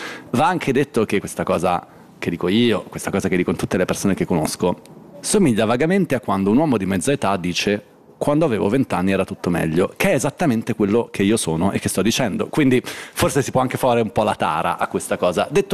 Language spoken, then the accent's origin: Italian; Milan, Lombardy, Italy; io sono cresciuto a Milano nella stagione in cui gli spazi di alternativa sociale, che fossero occupati, autogestiti, di ogni tipo, erano tantissimi